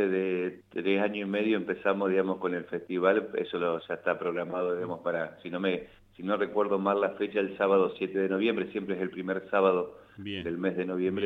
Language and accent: Spanish; San Justo, Santa Fe, Argentina; now in Santo Tomé, Argentina; Yo soy de San Justo, pero estuve, digamos, como cura, estuve en la zona de Pilar, estuve en la zona de Gobernador Crespo, en la iglesia catedral